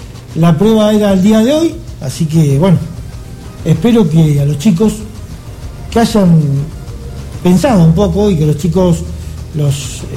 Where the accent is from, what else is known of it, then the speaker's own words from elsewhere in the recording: General Roca, Río Negro, Argentina; somos una familia de General Roca